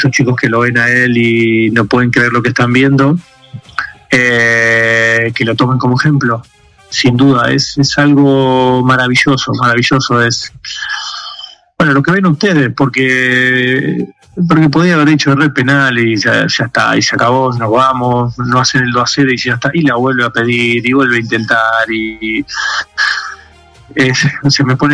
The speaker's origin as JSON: {"language": "Spanish", "country": "Argentina", "said": "pero yo creo que los argentinos entendemos que somos esto."}